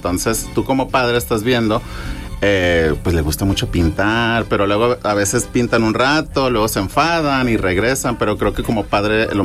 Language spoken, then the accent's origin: Spanish; Sonora, Mexico; moved away as an adult; now in Monterrey, Mexico; yo soy de Sonora